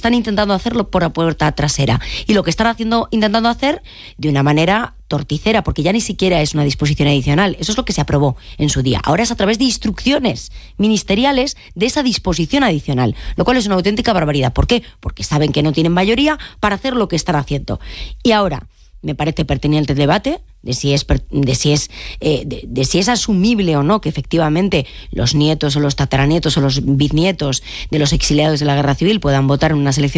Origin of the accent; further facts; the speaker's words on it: Galicia, Spain; por qué yo como gallega no puedo votar en unas elecciones municipales y autonómicas en Galicia